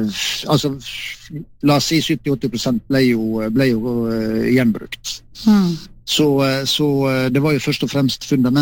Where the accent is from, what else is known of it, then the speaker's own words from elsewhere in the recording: Ålesund, Møre og Romsdal, Norway; Nei, du er født og oppvokst oppe i Ålesund, helt i strandkanten på en fjord etter Borgundfjorden